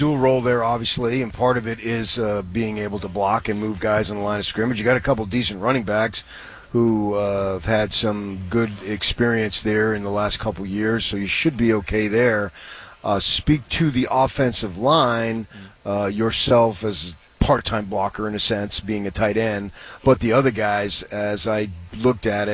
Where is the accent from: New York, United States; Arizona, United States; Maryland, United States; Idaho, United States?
Arizona, United States; Phoenix; moved away; I grew up in Phoenix.